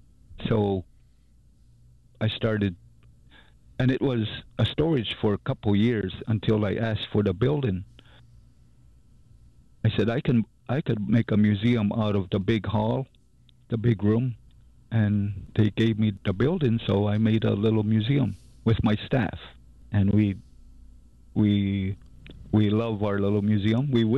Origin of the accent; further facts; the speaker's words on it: United States; this is the only place you will learn about the Meskwaki tribe. Those other museums don't really tell about us.